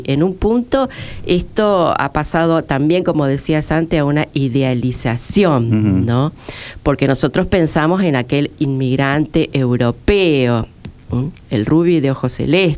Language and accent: Spanish; Argentina; born there; Yo soy argentina, o sea, yo nací en este país, soy argentina.